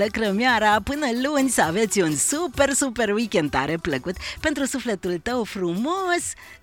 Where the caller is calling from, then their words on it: Holbav, Brașov County, Romania; din Dealul Mare, din comuna Holbav.